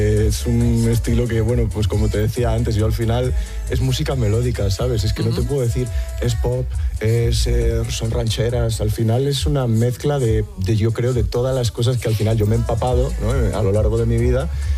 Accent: Galicia, Spain; now in Madrid, Spain; en Galicia, en mi tierra

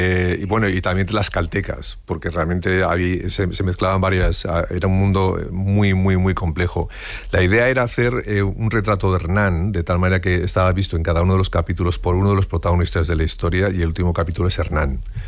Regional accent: Spain; ni siquiera como españoles somos conscientes de ello, de todo ese bagaje y de esa formación.

